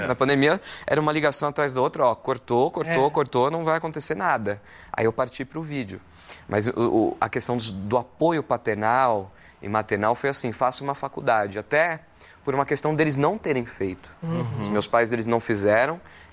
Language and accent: Portuguese; São Paulo, Brazil; Eu sou do Campo Limpo, Santo Amaro.